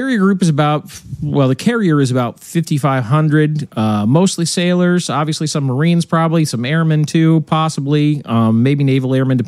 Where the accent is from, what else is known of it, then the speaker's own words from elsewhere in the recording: United States; as an American, but also as a veteran